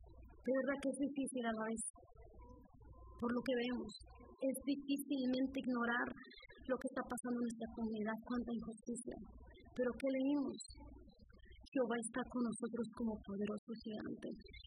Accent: Mexico; Nosotros como mexicanos muchas veces somos muy tradicionalistas, ¿verdad? Somos muy culturales.

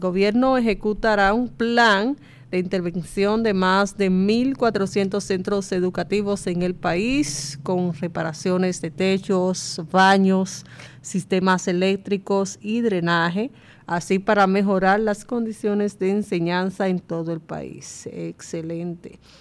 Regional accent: Baní, Peravia, Dominican Republic; Baní, provincia Peravia. Y estamos, nos sentimos sumamente orgullosos de pertenecer a esta provincia de hombres y mujeres trabajadores.

